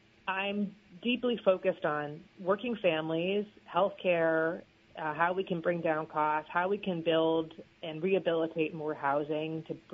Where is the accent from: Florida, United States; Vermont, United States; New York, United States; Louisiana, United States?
Vermont, United States; Newbury; I was born and raised at Four Corners Farm, like legitimately on a vegetable and dairy farm, and we're south of the village of Newberry.